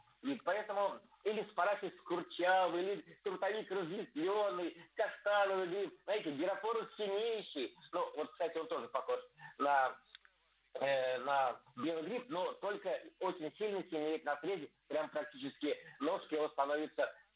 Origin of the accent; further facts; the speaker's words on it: Moscow Oblast, Russia; born there; Вот как я, который вырос на даче под Домодедово и практически среди лесов.